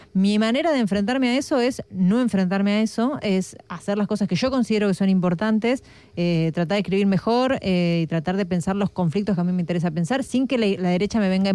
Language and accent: Spanish; Argentina; now in Madrid, Spain; yo estoy vivo en Madrid, en mi vida, en mi casa, pero también nunca soy del todo de ahí, ¿no? Soy extranjera y si a eso le sumo como lo que tengo, lo que aprendí por mi recorrido, por ser argentina